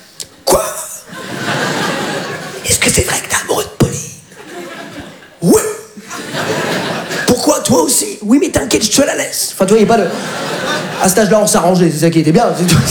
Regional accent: France; Je lui dis, mais papa, mais on est de France.

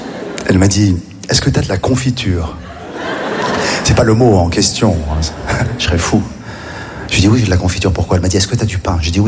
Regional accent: Morocco

